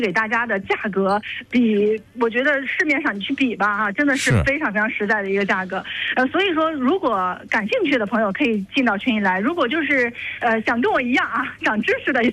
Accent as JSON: {"language": "Chinese", "region": "Shandong", "country": "China", "said": "咱们山东人有一个特别，就是怎么讲，特别含蓄。"}